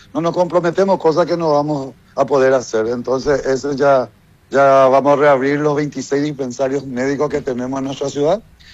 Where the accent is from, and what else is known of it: Paraguay